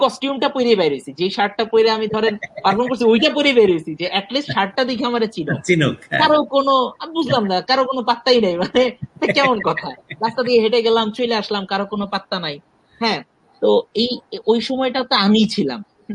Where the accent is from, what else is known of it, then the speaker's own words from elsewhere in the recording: Dhaka, Dhaka Division, Bangladesh; আমার বাবা মা লক্ষ্মীপুরে বড় হয়েছে, লক্ষ্মীপুর আমাকে আমার বাবা মা উপহার দিছে। আমি আসলে ঢাকাতেই বড় হয়েছি